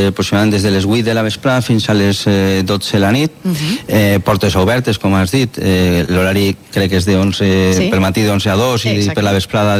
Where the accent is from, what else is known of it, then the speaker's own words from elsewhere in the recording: Valencian Community, Spain; Així ja som els valencians.